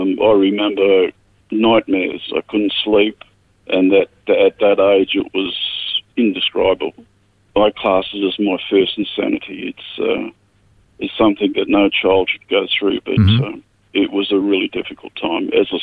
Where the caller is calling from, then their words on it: Narrogin, Western Australia, Australia; Little town called Narrogin, about 2 hours southeast of Perth in WA.